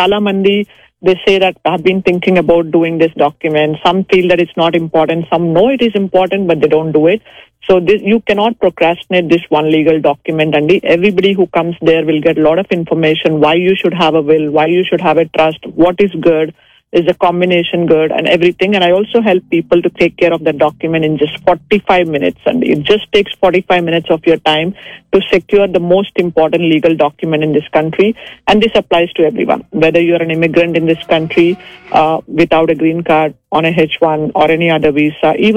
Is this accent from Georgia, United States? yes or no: yes; Atlanta, Georgia, United States; Actually, I'm in Orlando, Florida. I'm from Atlanta, Georgia, but this event is happening in Orlando.